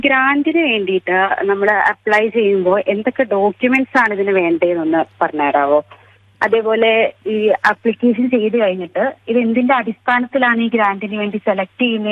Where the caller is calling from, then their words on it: Wayanad, Kerala, India; ഞാൻ വയനാട് നിന്നാണ് വിളിക്കുന്നത്.